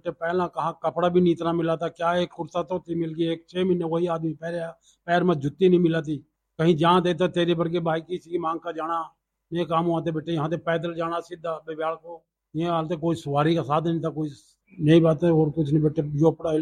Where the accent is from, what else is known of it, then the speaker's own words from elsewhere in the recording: Punjab, India; accent: Haryanvi; जो ये गांव है जिनके 3 पासे हरियाणा लगता है, हमारी बोली भी हरियाणा की है, सारा लेन देन जो भी हमारा बैंक का ला लो या अपनी फसल का ला लो सारा कुछ हरियाणा में है, हम सिर्फ पंजाब में सरकारी काम के लिए जाते हैं।